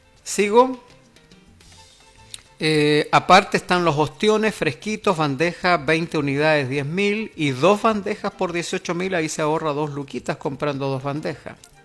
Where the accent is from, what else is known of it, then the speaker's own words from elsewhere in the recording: Chile; Nosotros, como buenos chilenos que tenemos tanto mar